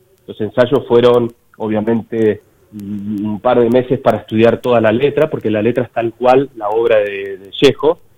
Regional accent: Patagonia, Argentina; nosotros que somos patagónicos

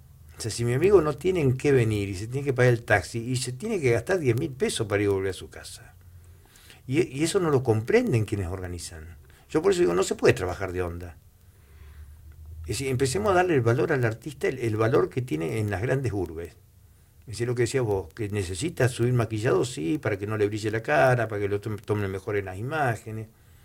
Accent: Santa Cruz, Argentina; capaz el encierro, la estepa misma nos hace más duros. Más hoscos, tal vez.

